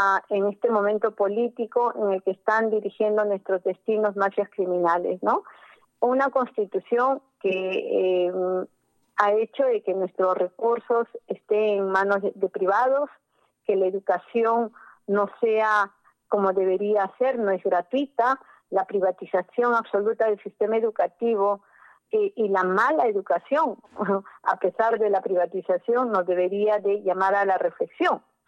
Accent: Peru; Eso somos los peruanos.

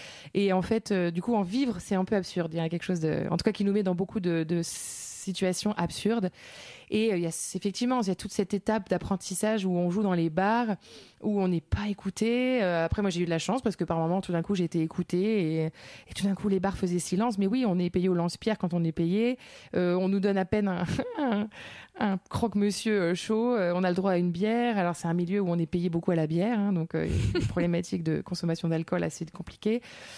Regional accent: France; moved away; also born or lived in Latin America

